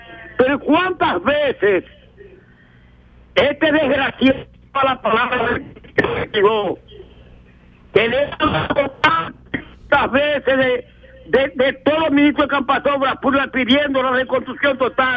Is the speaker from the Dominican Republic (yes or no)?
yes; Duvergé, Independencia, Dominican Republic; born there; A estos grandes educadores de mi pueblo, de mi Duvergé querido, Duvergé de mis amores.